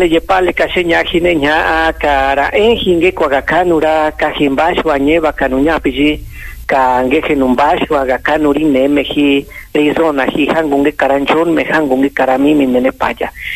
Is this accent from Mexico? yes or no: yes; State of Mexico, Mexico; now in Michoacán, Mexico; Originario del Estado de México, soy Mazagua, pero pues ya llevamos más de 17 años aquí en la región oriente de Michoacán. Yo creo que ya somos más michoacanos que otra cosa.